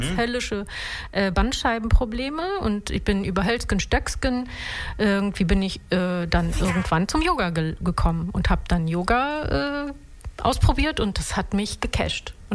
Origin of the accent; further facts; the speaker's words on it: Ratingen, North Rhine-Westphalia, Germany; born there; ich bin in Ratingen, in Deutschland, in wunderschönen Nordrhein-Westfalen, nördlich von Düsseldorf geboren.